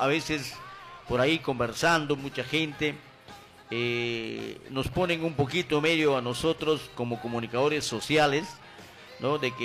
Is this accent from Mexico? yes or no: no; Peru; ha sido vendido sus principios como ciudadano, como peruano, como periodista?